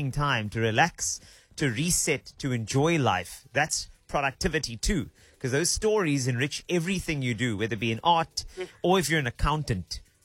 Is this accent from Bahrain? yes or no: no; South Africa; I think it's just because the culture of how we grew up in South Africa.